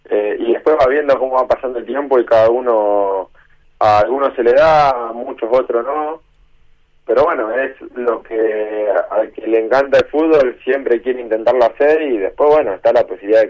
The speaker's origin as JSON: {"language": "Spanish", "area": "Santa Fe Province", "region": "Santa Fe", "country": "Argentina", "said": "Bueno, nosotros somos de Santa Fe, claro. Vivimos cerca de Rosario"}